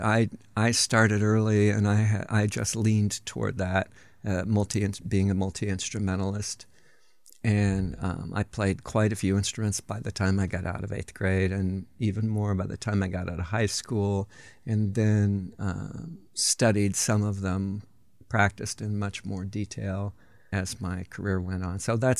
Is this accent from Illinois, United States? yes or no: yes; Illinois, United States; I grew up in East Central Illinois, other side of the state, roughly in the Champaign area